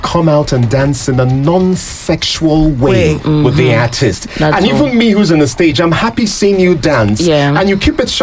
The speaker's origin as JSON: {"language": "English", "country": "Nigeria", "said": "I'm African, first of all, and followed by that, I'm Nigerian."}